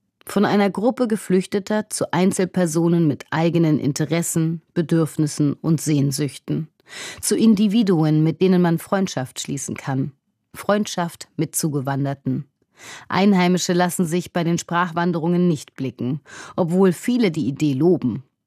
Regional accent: Rhineland, Germany; Als Rheinländerin frage ich mich, warum sind die Kreise hier so geschlossen?

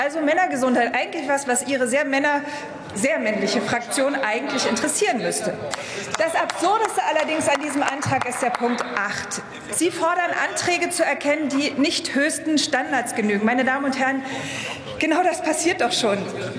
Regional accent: East Germany, Germany; Als Ostdeutsche ist es mir natürlich auch persönlich ein Anliegen, dass wir endlich auch mehr ostdeutsche Universitäten in der Exzellenzliga haben.

